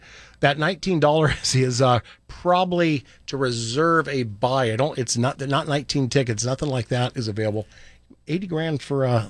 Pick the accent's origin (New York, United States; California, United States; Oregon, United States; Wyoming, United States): Oregon, United States; Medford; I grew up in Southern Oregon, and we had the Medford A's.